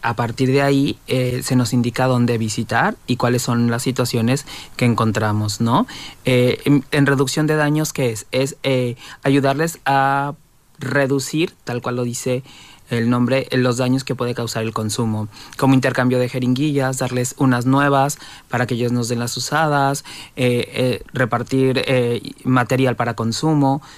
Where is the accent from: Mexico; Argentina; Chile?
Mexico; moved away as an adult; now in Spain